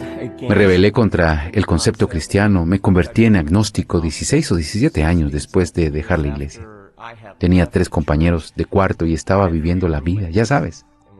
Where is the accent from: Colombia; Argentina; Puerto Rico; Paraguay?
Puerto Rico; San Juan; moved away as an adult; also born or lived in Texas; now in United States; Nací en una pequeña familia cristiana y crecí en San Juan, Puerto Rico, en Puerto Rico.